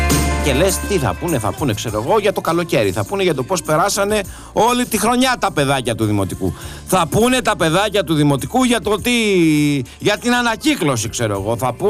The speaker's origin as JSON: {"language": "Greek", "town": "Athens", "region": "Attica", "country": "Greece", "tie": "born or raised there", "said": "την παλιά μου την γειτονιά, εκεί που μεγάλωσα, τους αμπελόκηπους, στο κέντρο των Αθηνών"}